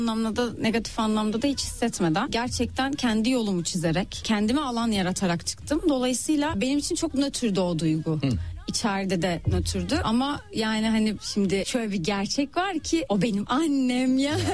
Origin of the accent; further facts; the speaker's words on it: İzmir, Turkey; Ne bileyim, İzmirliyim işte.